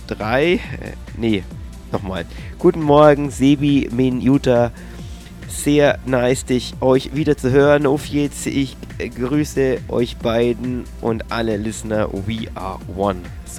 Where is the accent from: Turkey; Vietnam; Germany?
Germany; Franconia; Ich bin Franke